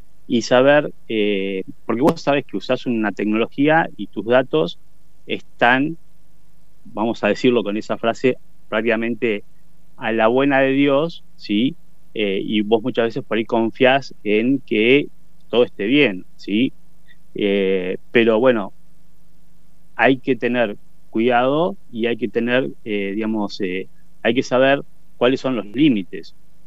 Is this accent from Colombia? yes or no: no; Argentina; nosotros tenemos una en Argentina, es difícil, digamos, si sos argentino, no amar la universidad pública